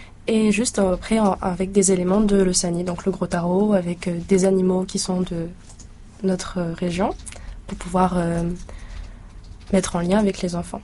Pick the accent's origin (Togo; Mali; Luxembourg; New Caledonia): New Caledonia; South Province; also born or lived in France; grandi exclusivement en Calédonie